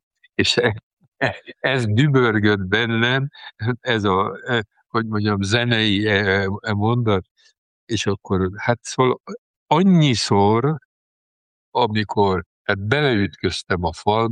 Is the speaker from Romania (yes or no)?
no; Sopron, Győr-Moson-Sopron, Hungary; én soproni vagyok